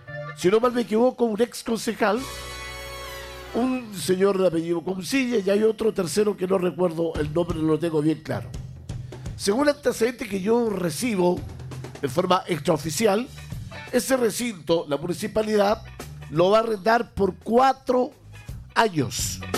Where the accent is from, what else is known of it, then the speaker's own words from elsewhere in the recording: Santiago, Santiago Metropolitan Region, Chile; now in Rancagua, Chile; Estoy en Ancagua, en Callejones, soy de Santiago.